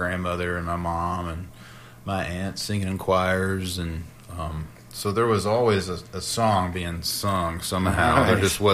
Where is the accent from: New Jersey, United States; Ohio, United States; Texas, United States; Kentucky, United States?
Kentucky, United States; Louisa; I'm from Louisa, Kentucky, which is in Lawrence County. And, yeah, I grew up within the city limits, so I'm proud to be Louisa boy.